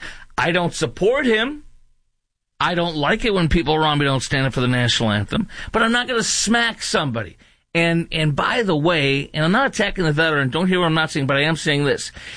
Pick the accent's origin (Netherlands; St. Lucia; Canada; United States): United States; Chicago, Illinois; It's been so long since I've been to Wrigley Field, my hometown of Chicago, born and raised.